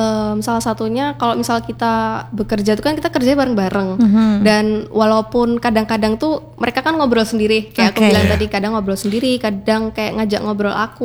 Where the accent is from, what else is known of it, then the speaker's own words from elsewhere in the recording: Indonesia; aku asal Indonesia